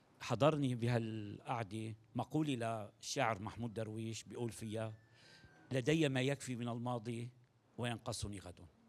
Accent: Tartus, Tartus Governorate, Syria; moved away as an adult; also born or lived in Aleppo; وغادرت طرطوس مدينتي بال2012 بالشهر الثاني.

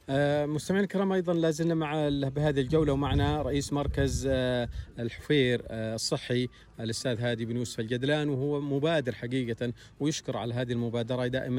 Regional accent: Hail, Ha'il Province, Saudi Arabia

